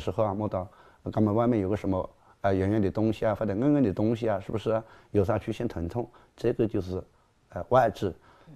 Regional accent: Hunan, China

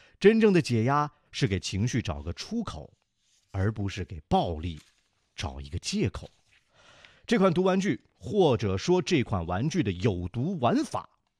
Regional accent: Gansu, China; moved away; 我的家乡甘肃

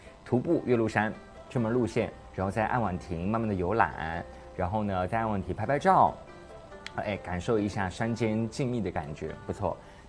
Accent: Nanchong, Sichuan, China; now in Changsha, China; 我们老家，因为老家四川南充有个西山风景区

